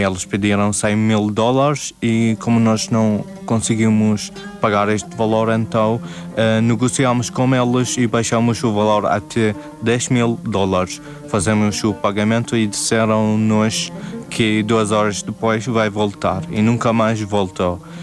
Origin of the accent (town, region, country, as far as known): Iraq; moved away